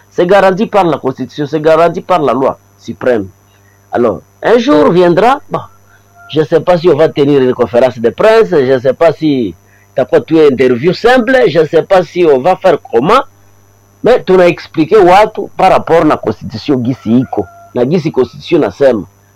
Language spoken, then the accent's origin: Swahili; DR Congo; nous sommes des Congolais, okay, sisi ni Wakongomani.